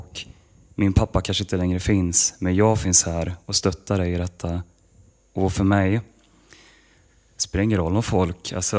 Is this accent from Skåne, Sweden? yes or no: no; Västra Götaland County, Sweden; Men kort om mig så kan jag säga att jag är en västgöte utan dansskor.